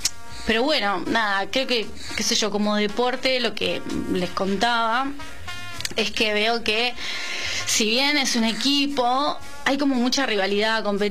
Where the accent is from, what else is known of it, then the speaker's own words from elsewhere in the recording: Argentina; en Argentina estamos unidos